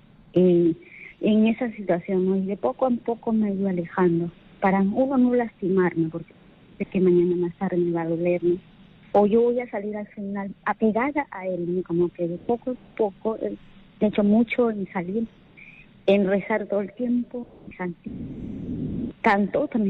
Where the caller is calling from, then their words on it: Huacho, Lima, Peru; soy de Huacho.